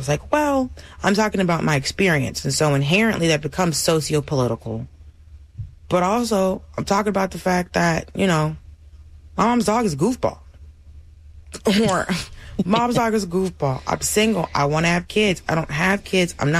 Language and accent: English; Atlanta, Georgia, United States; So I still had the long beard with my gold bees in it because I'm still from Atlanta, right? But, you know, it's just old head, southern stuff.